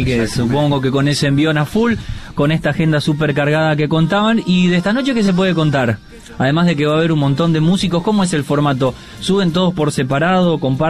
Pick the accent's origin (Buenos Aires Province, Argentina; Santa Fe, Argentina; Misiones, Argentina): Santa Fe, Argentina; San Genaro; con Pablito somos de San Genaro.